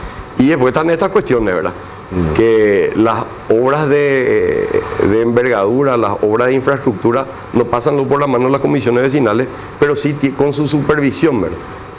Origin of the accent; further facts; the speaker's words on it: Asunción, Paraguay; Yo soy de Trinidad